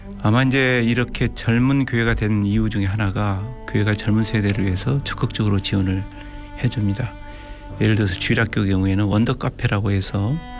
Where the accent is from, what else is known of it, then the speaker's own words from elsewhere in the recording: Yeosu, South Jeolla, South Korea; now in Gwangju, South Korea; 고향이 여수입니다. 네, 여수 참 좋은 동네입니다. 맑은 물, 또 깨끗한 산, 그리고 좋은 사람들이 사는 곳이고요. 말 그대로 한자어로 수려하고 깨끗한 그런 동네입니다.